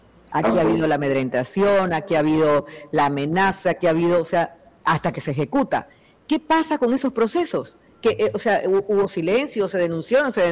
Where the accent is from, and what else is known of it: Ecuador